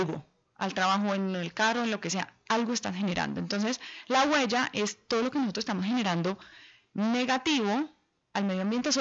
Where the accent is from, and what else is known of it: Cali, Valle del Cauca, Colombia